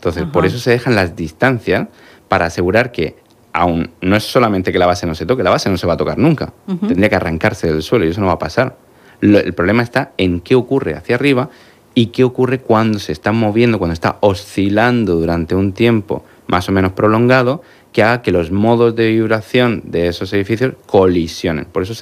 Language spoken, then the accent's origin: Spanish; Region of Murcia, Spain; en España somos, la región de Murcia, tenemos mucha experiencia en España y en Europa